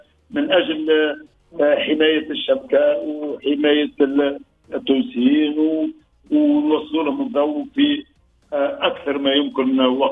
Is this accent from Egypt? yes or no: no; Tunisia